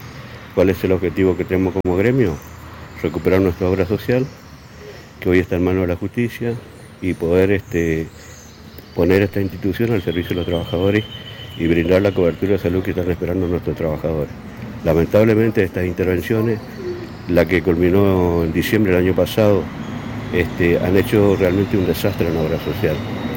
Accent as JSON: {"language": "Spanish", "region": "Chaco", "country": "Argentina", "said": "Y esta visión estratégica que surge de mi conducción tiene que ver, digamos, con mi origen, ¿no? Yo soy del Chaco, yo fui secretario general, una seccional, después llegué a ser delegado de la provincia"}